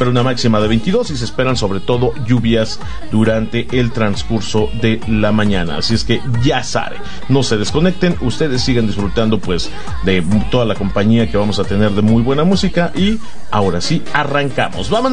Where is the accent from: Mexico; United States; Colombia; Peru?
Mexico; Somos mexicanos, somos paisanos, patriotas, somos hermanos